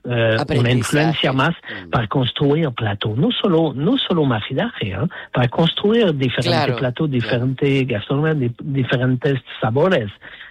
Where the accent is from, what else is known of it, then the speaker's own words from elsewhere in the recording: Canada; Spanish is a second language; now in Barcelona, Spain; No soy de Tenerife, soy de Canadá. Vivo en Barcelona después de 10 años